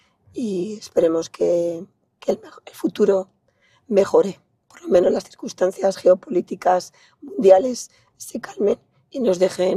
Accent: León, Castile and León, Spain; Somos de la Venatoria de toda la vida, uh-huh. de los de León de toda la vida

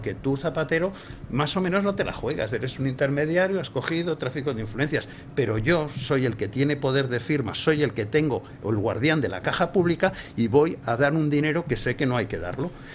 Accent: Spain; los españoles nos estamos dejando.

